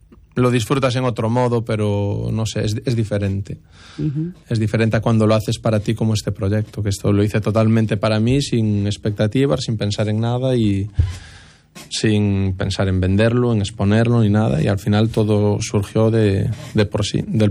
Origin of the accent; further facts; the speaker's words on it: Verín, Galicia, Spain; Sí, bueno, yo soy de Verín, no sé si se puede considerar rural, creo que no, pero bueno.